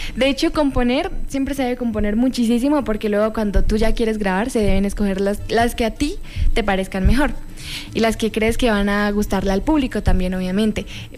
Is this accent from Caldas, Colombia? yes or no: no; Sogamoso, Boyacá, Colombia; born there; soy boyaca colombiana y el público que más quiero. Nacida en Sogamoso, el municipio del Sol y el Acero